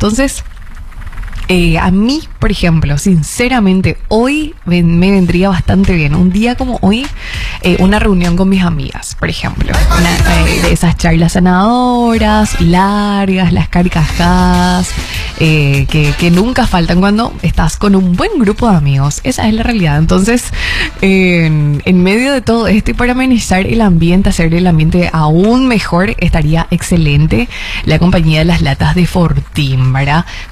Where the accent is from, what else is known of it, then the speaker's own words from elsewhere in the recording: Paraguay; esta info nos regala un motivo para sentir orgullo como paraguayos